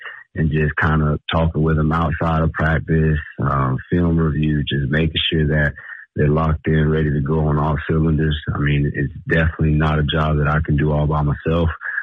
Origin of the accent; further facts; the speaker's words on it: Georgia, United States; now in Nevada, United States; I mean, I'm from Georgia myself, and it's, you know, more of a football hotspot than the Nevada area is.